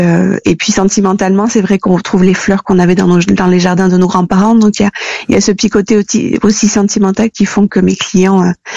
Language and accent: French; Landes, Nouvelle-Aquitaine, France; moi, je suis originaire des Landes et j'ai une partie de ma famille qui parle gascon.